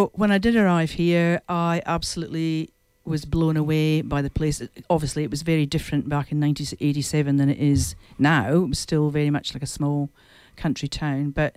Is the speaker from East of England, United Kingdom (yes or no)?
no; Scotland, United Kingdom; moved away as an adult; now in Margaret River, Australia; I grew up in the country. I wasn't a city girl at all Scotland.